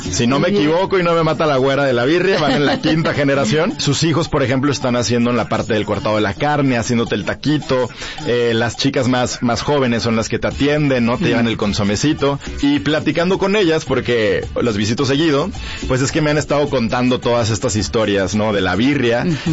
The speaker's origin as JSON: {"language": "Spanish", "country": "Mexico"}